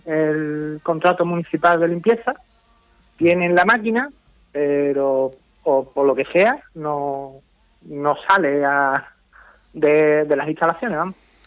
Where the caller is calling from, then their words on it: Puerto Real, Andalusia, Spain; yo vivo en Casines, en una barriada de Puerto Real que está casi al fondo de Puerto Real, saliendo ya para San Fernando, en la salida de San Fernando.